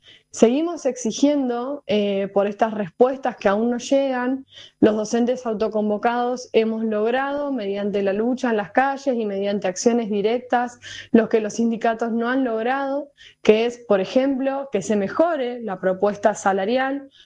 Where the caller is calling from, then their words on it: Rawson, Chubut, Argentina; de Rawson, docente de parte del movimiento de docentes autoconvocados de Chubut